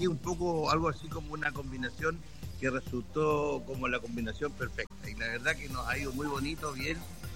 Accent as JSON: {"language": "Spanish", "region": "Magallanes", "country": "Chile", "said": "aparte que soy magallánico, entonces se mezcla sí."}